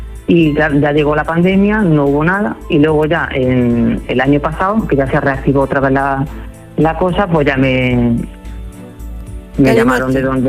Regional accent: Córdoba, Andalusia, Spain; now in Germany; Pues porque allí en Andalucía no había trabajo y tuve que venirme.

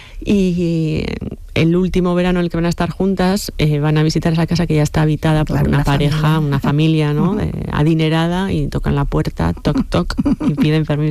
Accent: Errenteria, Basque Country, Spain; Yo soy de Rentería

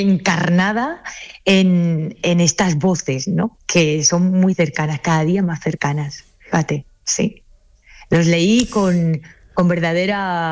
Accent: Seville, Andalusia, Spain; Yo soy sevillana, y que el editor me propusiera... Escribir sobre Jerez para mí fue un choque.

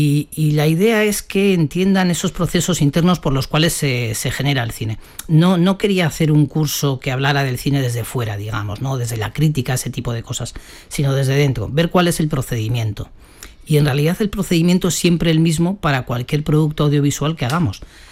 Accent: Alsasua, Navarre, Spain; el recuerdo que yo tengo de ir al cine por primera vez era en un pueblecito donde yo vivía, de pequeño, en Alsasua, ir con mi abuela.

